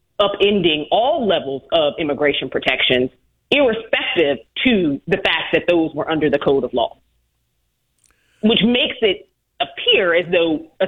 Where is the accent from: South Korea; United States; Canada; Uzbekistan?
United States; Chicago, Illinois; I'm originally from South Shore.